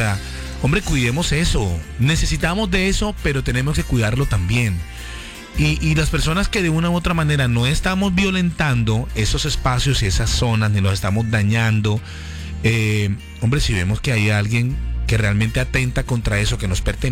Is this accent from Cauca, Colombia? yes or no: no; Barranquilla, Atlántico, Colombia